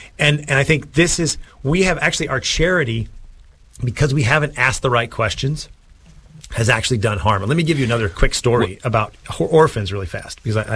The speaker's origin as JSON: {"language": "English", "country": "United States", "said": "I'm an American. I love America."}